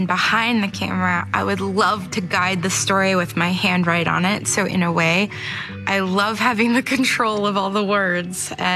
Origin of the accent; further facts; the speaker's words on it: Maine, United States; First time I ever thought to go swimming in January because I'm from Maine.